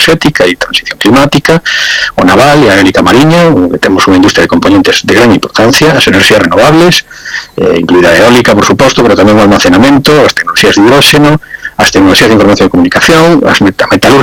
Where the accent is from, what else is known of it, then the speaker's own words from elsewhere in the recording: Galicia, Spain; como europeos que somos, españoles que somos e galegos que somos